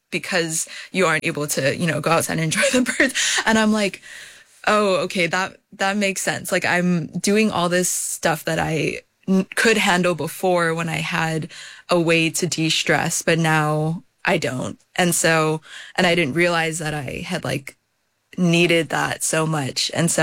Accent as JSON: {"language": "English", "region": "Hawaii", "country": "United States", "said": "because I'm from Oahu and the fire was on Maui"}